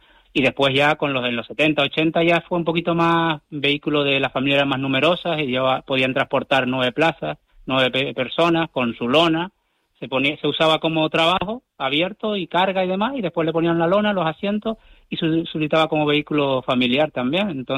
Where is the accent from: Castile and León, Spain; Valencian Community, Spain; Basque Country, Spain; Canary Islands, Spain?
Canary Islands, Spain; La Palma; now in Gran Canaria, Spain; Yo mismo soy natal de La Palma, pero llevo residiendo en Gran Canaria ya más de 20 años.